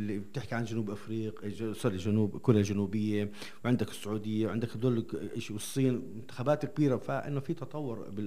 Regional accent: Palestine; احنا كفلسطينيين

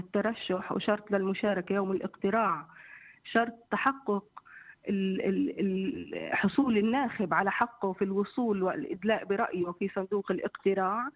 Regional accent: Palestine; now in Jerusalem; وأظن أنه بلادنا هي الوحيدة التي يغيب فيها المجلس التشريعي

